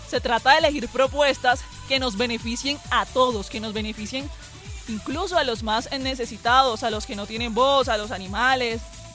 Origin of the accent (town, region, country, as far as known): Colombia